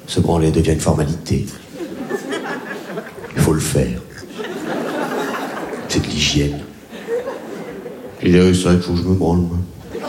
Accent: Réunion, France; born or raised there

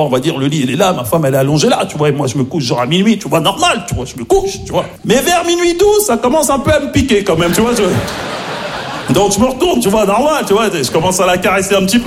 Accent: Maisons-Alfort, Île-de-France, France; Non, c'est pas facile parce que j'ai grandi à Maisons-Alfort en plus, tu vois, dans le 9-4, tu vois, j'ai grandi.

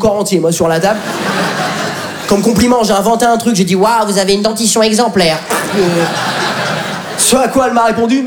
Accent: France; Je lui dis, mais papa, mais on est de France.

